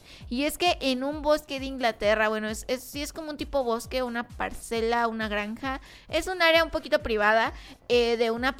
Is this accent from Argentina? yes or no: no; Mexico; qué chido ser mexicano